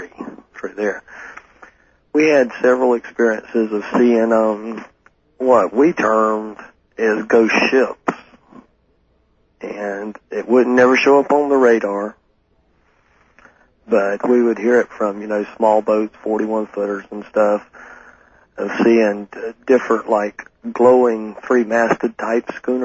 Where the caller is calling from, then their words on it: Jacksonville, Florida, United States; Jacksonville, Florida.